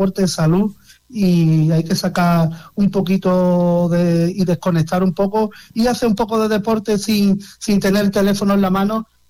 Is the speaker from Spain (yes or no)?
yes; Algar, Andalusia, Spain; Por supuesto, yo que voy a decir de mi pueblo, ¿no?